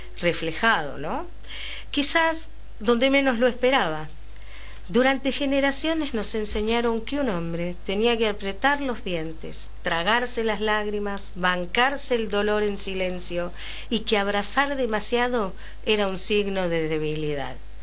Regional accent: Argentina; cómo somos los argentinos

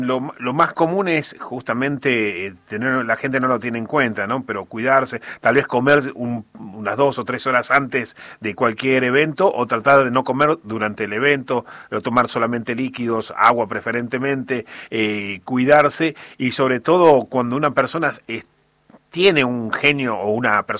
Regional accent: Argentina; porque somos los argentinos en general, somos de juntarnos para lo que sea y comer

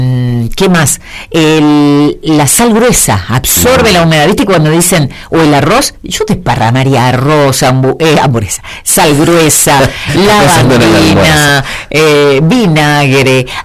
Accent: Argentina; Claro, somos un mestizaje, sí, una mezcla de razas acá en la Argentina.

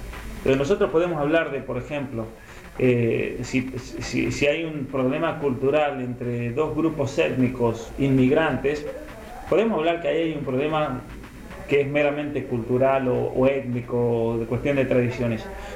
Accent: Argentina

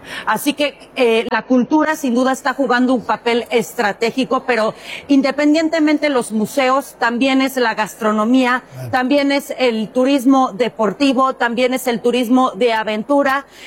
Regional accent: Mexico; somos orgullosamente mexicanos y mexicanas.

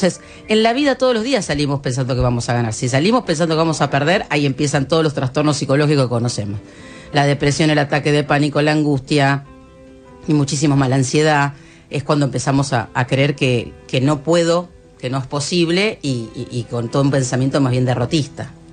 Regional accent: Argentina; Soy argentino y pertenezco a esta gente.

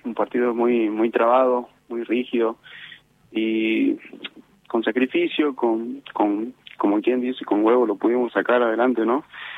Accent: Rosario de Lerma, Salta, Argentina; No, yo soy de Rosario de Lerma.

